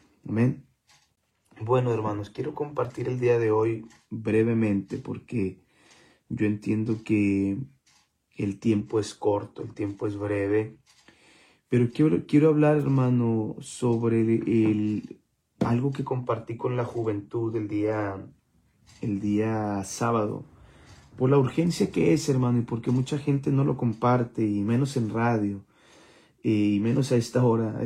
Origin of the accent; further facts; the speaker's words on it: Mexico; porque pues somos de México